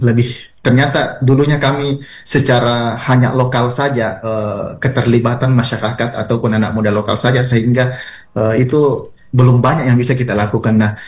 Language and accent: Indonesian; South Sulawesi, Indonesia; Desa kami menjadi tujuan wisata khususnya di Sulawesi Selatan saat ini.